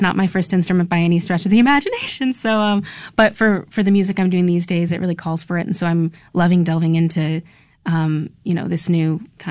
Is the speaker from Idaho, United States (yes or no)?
yes; Caldwell, Idaho, United States; So I grew up in Caldwell, Idaho, a little town just southwest of Boise, and I made my way to Boston to study music at New England Conservatory